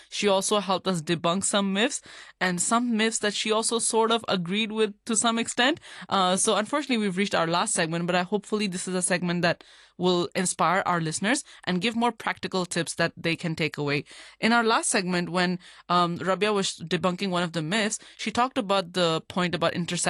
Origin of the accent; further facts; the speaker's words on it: Pakistan; now in Hong Kong; So as fellow Pakistani women, me and Eamon